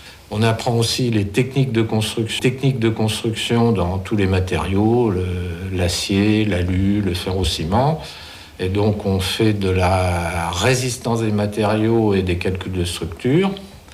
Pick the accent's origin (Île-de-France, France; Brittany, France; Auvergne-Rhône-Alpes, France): Brittany, France; born there; je suis breton d'origine